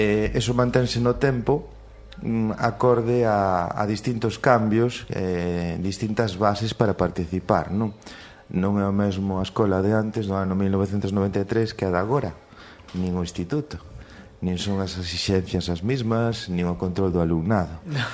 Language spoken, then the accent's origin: Galician; Galicia, Spain; Eu veño incorporado, que son da Mariña.